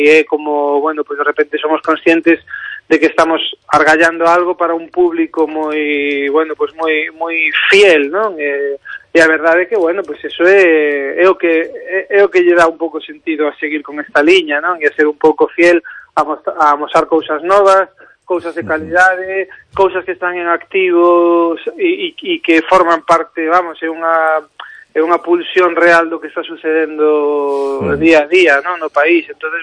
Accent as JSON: {"language": "Galician", "town": "Santiago de Compostela", "region": "Galicia", "country": "Spain", "lives_now": "Ames, Spain", "said": "Eu, bueno, son de Santiago, pero vivo en Ames, os meus fillos criáronse en Ames"}